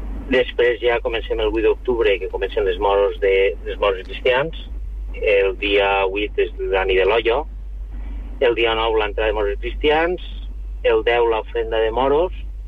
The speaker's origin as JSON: {"language": "Catalan", "town": "Albaida", "region": "Valencian Community", "country": "Spain", "said": "I després l'entrada de molts cristians en Albaida, pues, home, no és perquè sigui el meu poble, però crec que es fa i ho fem una entrada molt més que a ser."}